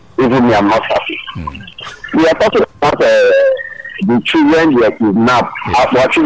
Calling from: Badagry, Lagos, Nigeria; I'm calling from Badagry.

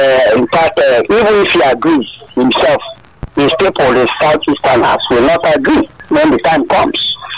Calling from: Nigeria; I'm calling from Abanja, Nikoto.

